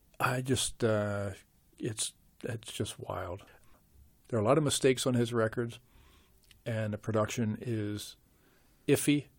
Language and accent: English; New Jersey, United States; moved away; I'm from New Jersey.